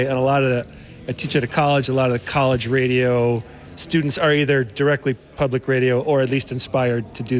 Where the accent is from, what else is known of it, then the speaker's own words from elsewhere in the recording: Colorado, United States; I'm from Colorado. I'll shout out Colorado Public Radio